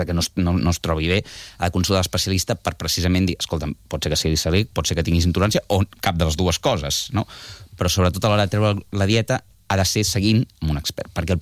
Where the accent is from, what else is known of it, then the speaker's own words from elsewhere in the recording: Barcelona, Catalonia, Spain; also born or lived in Moianès; Jo soc de Barcelona, però comarca del Moianès, me'l sento molt com a pròpia